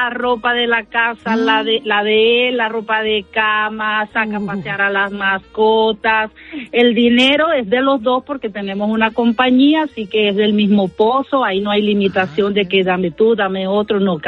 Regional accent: Venezuela; Yo soy venezolana, pura cepa.

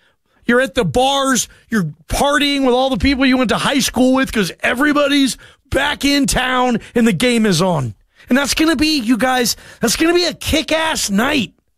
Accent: Atlanta, Georgia, United States; born there; I was born in Atlanta, by the way, man.

